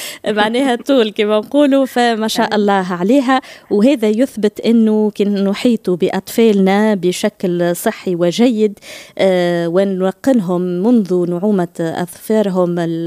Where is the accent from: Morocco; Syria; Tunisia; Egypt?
Tunisia